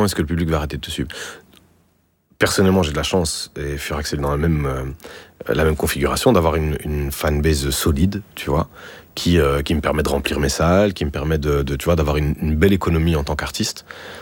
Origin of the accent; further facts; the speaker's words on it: Brussels, Brussels-Capital Region, Belgium; also born or lived in Forest; à l'époque, moi, je travaillais à la maison de jeunes de Forêt, chez nous, à BX.